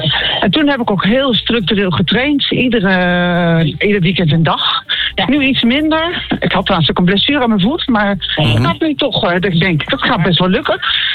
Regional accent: Utrecht, Netherlands; Ik ben niet geboren, maar wel opgegroeid voor deel.

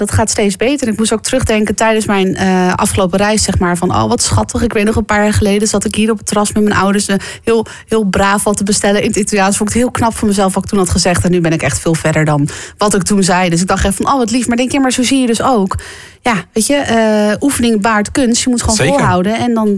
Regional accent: Netherlands

